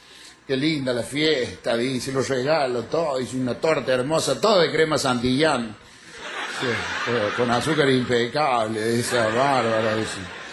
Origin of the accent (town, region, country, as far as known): Cruz del Eje, Córdoba, Argentina